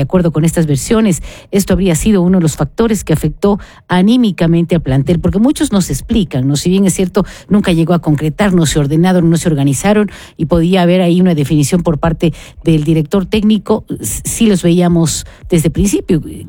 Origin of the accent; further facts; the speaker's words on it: Colombia; cuando Colombia está en buena racha, somos colombianos.